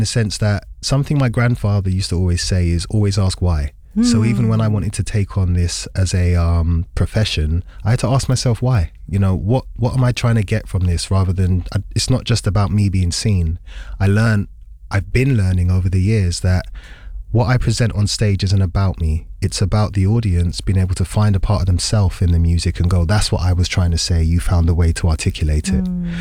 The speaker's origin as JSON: {"language": "English", "region": "London", "country": "United Kingdom", "tie": "born or raised there", "said": "There is no way my music would sound the way it does if I didn't grow up in London."}